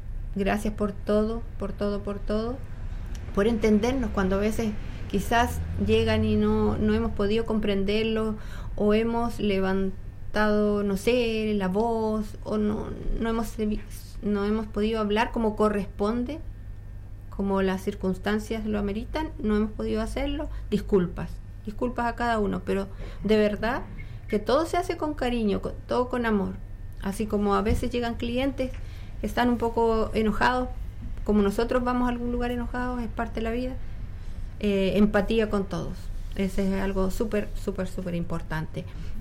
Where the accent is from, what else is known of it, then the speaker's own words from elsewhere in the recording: Los Lagos, Los Ríos, Chile; de nuestra comuna de Los Lagos, que yo la quiero mucho porque nací aquí, crecí aquí, me eduqué acá. Entonces es mi pueblo